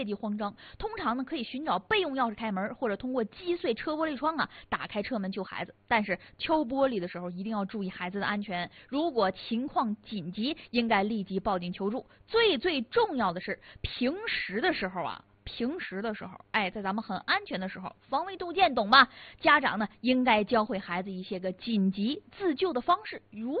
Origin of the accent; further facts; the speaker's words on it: Northeast China, China; 就咱们东北话讲话蹦驴子呗哈